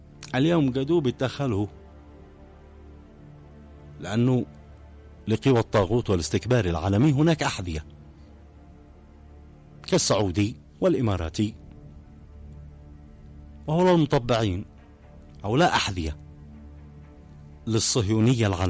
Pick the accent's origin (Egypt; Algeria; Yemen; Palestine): Yemen; عندما شنوا العدوان على بلادنا اليمن